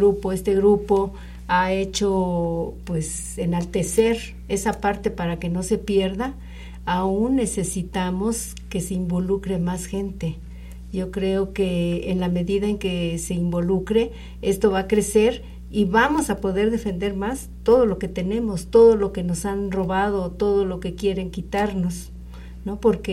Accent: Cholula, Puebla, Mexico; moved away; el corto tiempo que tengo de volver a mi tierra, a mi pueblo, porque bueno, no estuve aquí, estuve ausente

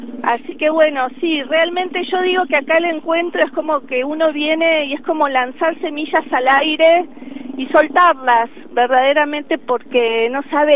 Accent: Los Cocos, Córdoba, Argentina; yo soy de Córdoba, de Los Cocos, un pueblo en el Valle de Punilla.

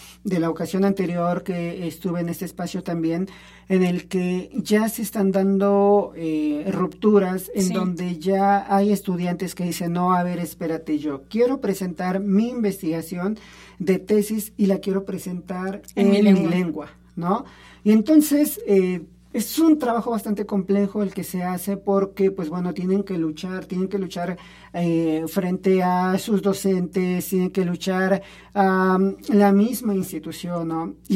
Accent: Mexico; first language Spanish

